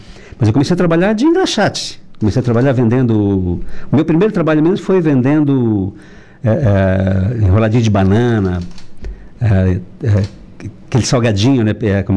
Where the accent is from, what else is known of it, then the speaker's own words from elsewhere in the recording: Jacinto Machado, Santa Catarina, Brazil; Nós viemos do Jacinto Machado, a minha mãe e meu pai, com o objetivo de desenvolver, né? Nós éramos lá muito pobres